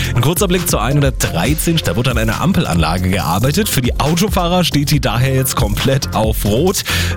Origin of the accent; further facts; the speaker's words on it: Berlin, Germany; born there; Geboren bin ich in Neukölln, glücklich übrigens mit 5 Paar Sneakern und insgesamt ziemlich pflegeleicht.